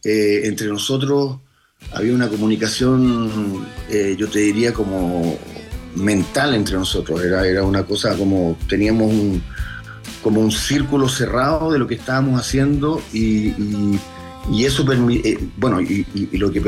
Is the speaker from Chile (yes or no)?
yes; Chile; Que no somos ni ecuatorianos, ni mexicanos, ni nada, sino que somos chilenos.